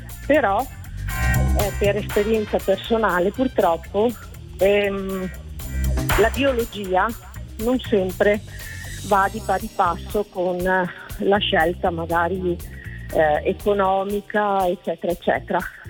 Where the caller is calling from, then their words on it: Veneto, Italy; Io chiamo dalla provincia di Venezia, Cirano con la R.